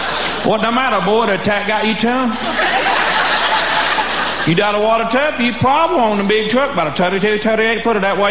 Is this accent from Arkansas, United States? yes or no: yes; Arkansas, United States; I'm from a little town in Arkansas. Six people in my graduating class.